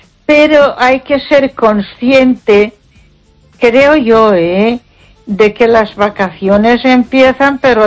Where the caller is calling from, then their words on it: Ponferrada, Castile and León, Spain; Buenas noches, Esther. … de Ponferrada.